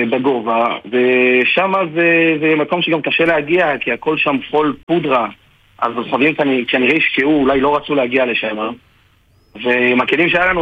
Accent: Ashdod, Southern District, Israel; אני מאשדוד.

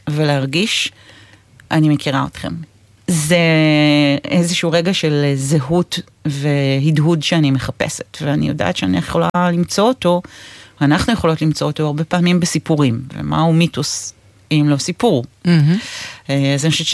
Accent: Jerusalem, Jerusalem District, Israel; אני מגיעה מרקע שהוא אמוני ודתי, וטקסי, אני גדלתי בירושלים, גדלתי בעיר העתיקה

